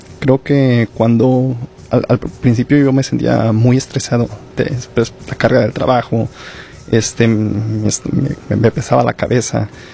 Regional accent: Aguascalientes, Mexico; moved away; Soy de Aguascalientes.

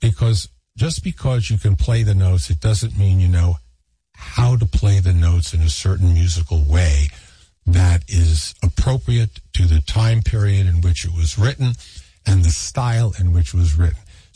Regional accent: New York City, New York, United States; which fortunately I grew up in New York City, so we had an enormous one.

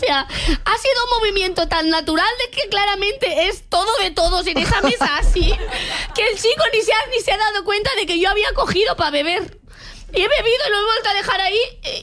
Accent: Catalonia, Spain; como persona catalana esto me

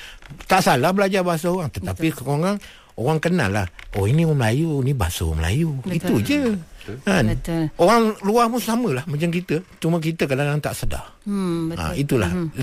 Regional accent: Kedah, Malaysia; Saya orang Kedah.

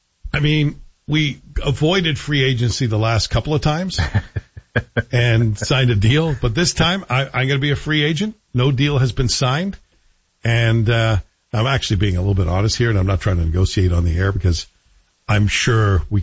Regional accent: Toronto, Ontario, Canada; also born or lived in Glasgow; I do kind of miss my hometown a bit, which I consider to be Toronto. It's where I spent my most formative years. Certainly not moving back to Glasgow, I'll tell you that right now.

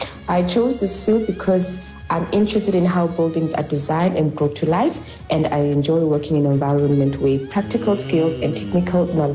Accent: Matatele, Eastern Cape, South Africa; Hello everyone … I am from Matatele in the Eastern Cape.

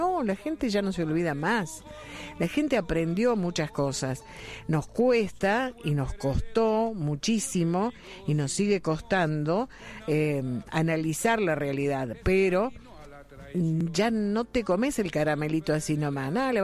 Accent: Unquillo, Córdoba, Argentina; soy de Unquillo, pertenezco a los adultos mayores de Gimnasia

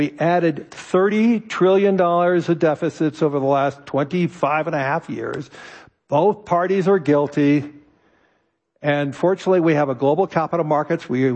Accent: Los Angeles, California, United States; now in New York, United States; I was born and raised in Los Angeles. New York's my adopted home. I love it there.

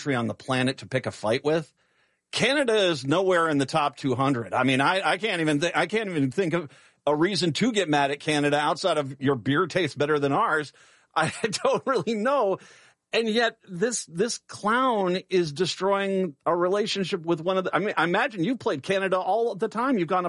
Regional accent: Minnesota, United States; I'm from Minnesota.

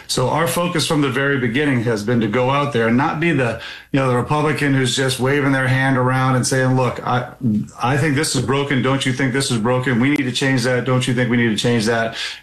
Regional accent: Maine, United States; I'm from District 1. My wife, my family grew up here.

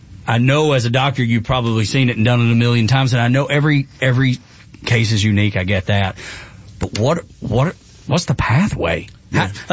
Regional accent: Dalton, Georgia, United States; and growing up in Northwest Georgia, it was the people that owned the carpet mills. I'm from Dalton, which is carpet capital of the world

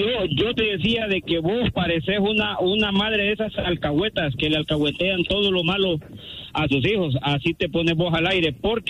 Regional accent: Pakistan; Yo soy de Pakistán, pero mi esposa es salvadoreña y aprendió a hablar español.

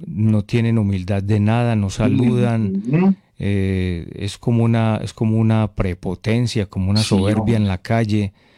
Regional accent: Colombia; crecí pues directamente ahí en zona cafetera.

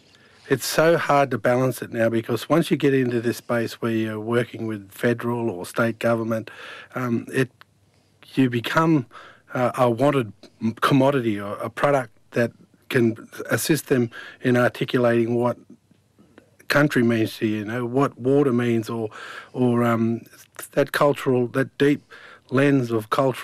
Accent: Walgett, New South Wales, Australia; born there; also born or lived in Dubbo; I grew up in Walgett, New South Wales. It's right up in the corner country on near the border of Queensland and New South Wales, sort of halfway across that great expanse of that border in the north.

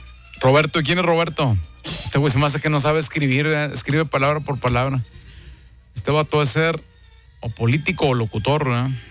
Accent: Torreón, Coahuila, Mexico; No, yo vengo de Torreón, compadre.

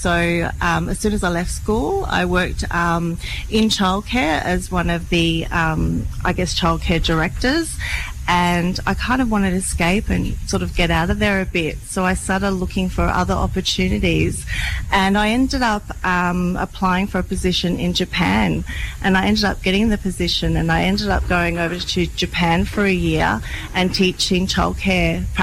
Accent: Canberra, Australian Capital Territory, Australia; also born or lived in Sydney; So I grew up in Canberra, Ngunnawal country.

